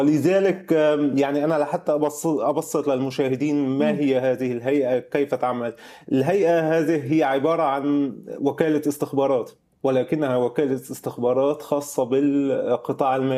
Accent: Syria; لأنه الكاش إيكونومي عندنا بسوريا

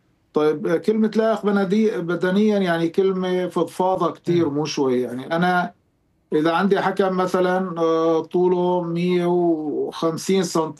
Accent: Syria; أنا بهمني أطور التحكيم في بلدي، أنا بهمني أطور التحكيم السوري

